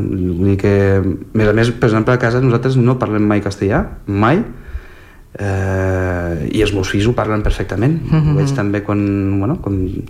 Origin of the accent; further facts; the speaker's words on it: Valencian Community, Spain; now in Barcelona, Spain; vaig conèixer la meva parella, que és francesa, però la vaig conèixer al meu poble a València